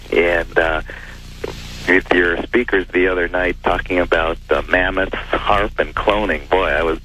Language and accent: English; Anchorage, Alaska, United States; I'm from Anchorage, Alaska.